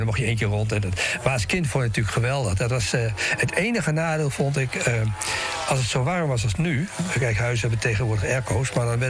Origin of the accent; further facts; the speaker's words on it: Assen, Drenthe, Netherlands; born there; mensen die in Assen bekend zijn, ik ben geboren in de Paul Krugerstraat.